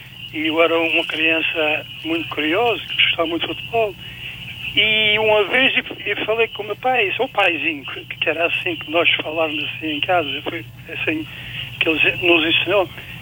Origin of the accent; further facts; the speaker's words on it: Madeira, Portugal; now in United States; E portanto, eu como madeirense muito contente, o Marítimo e o Porto, no mesmo ano, o Marítimo sobe, o Porto é campeão.